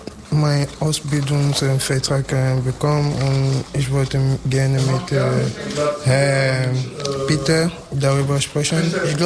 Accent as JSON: {"language": "German", "country": "Cameroon", "second_language": "German", "moved": "yes", "lives_now": "Germany", "said": "Ich komme aus Kamerun, bin hier in Deutschland seit fast 3 Jahren."}